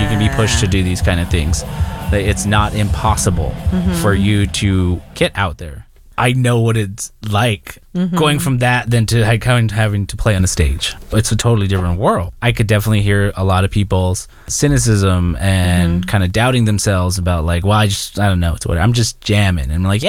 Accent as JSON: {"language": "English", "region": "Arizona", "country": "United States", "said": "So I'm from the Gila River Indian community."}